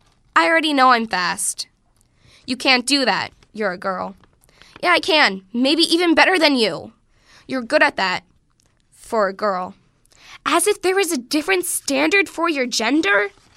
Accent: Greenfield, United States; I'm from Greenfield.

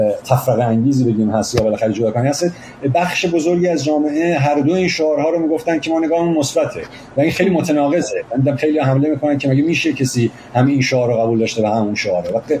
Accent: Iran; ما همه ایرانی هستیم،

